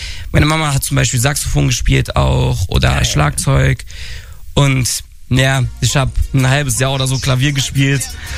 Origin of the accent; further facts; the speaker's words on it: Dortmund, North Rhine-Westphalia, Germany; Also ich bin, wie gerade eben schon gesagt, ich bin in Dortmund aufgewachsen, 4-4 Ruhrpott, NRW, Ruhrgebiet.